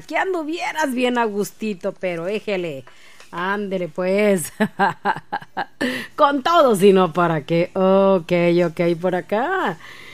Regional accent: Michoacán, Mexico; uno como mexicano y más como michoacano.

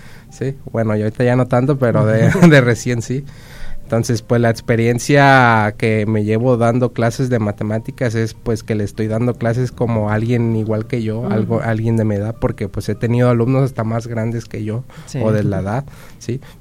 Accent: Tuxpan, Nayarit, Mexico; yo soy originario de Tuxpan, Nayarit

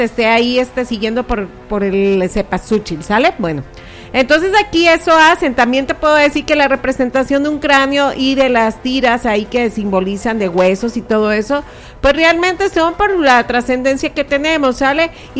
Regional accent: Mexico; así somos los mexicanos.

